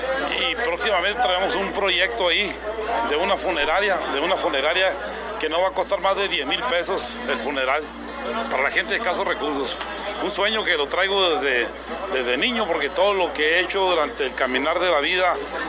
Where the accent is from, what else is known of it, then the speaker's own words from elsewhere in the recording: Nogales, Sonora, Mexico; provengo de una familia con carencias, soy de Nogales